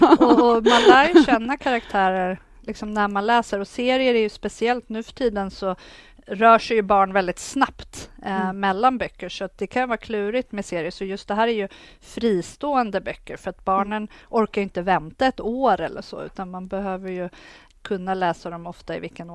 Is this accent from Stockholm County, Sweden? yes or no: yes; Åkersberga, Stockholm County, Sweden; Bonddotter från Stora Säby gård här i Åkersberga. Det är säkert många där ute som har plockat jordgubbar på den här gården en gång i tiden. Så där är jag uppvuxen.